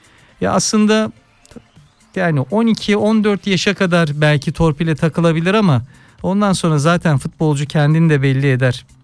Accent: Bosnia & Herzegovina; Hep boylar aynı. O yüzden orta saha yetişiyor. Bir Bosnalı olarak..

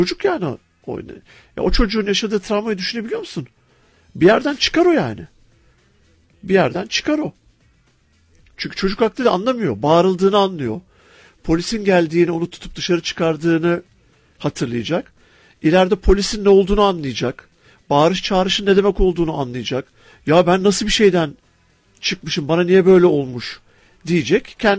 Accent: Ankara, Turkey; Mesela ben Ankaralıyım. Ankara Gücü maçına ben gitmem bile.

